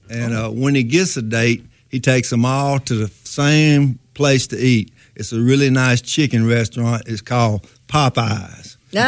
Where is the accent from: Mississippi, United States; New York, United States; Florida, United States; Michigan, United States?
Mississippi, United States; Tupelo; also born or lived in Kenosha, Wisconsin; Actually, I was born in Kenosha, Wisconsin, but I moved to Tupelo when I was a baby, so I don't remember Wisconsin.